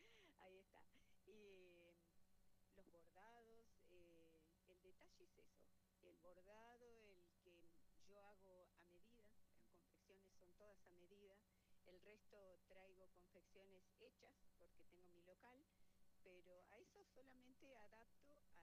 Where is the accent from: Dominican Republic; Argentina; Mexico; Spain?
Argentina; Junín de los Andes, Neuquén; soy de Junín de los Andes, nacida y criada acá, de familia trabajadora.